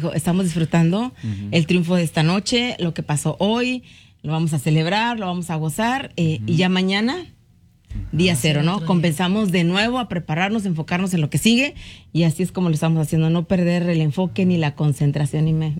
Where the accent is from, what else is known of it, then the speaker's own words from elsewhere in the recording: Mexico; todos somos mexicanos aquí en el estudio por ahorita.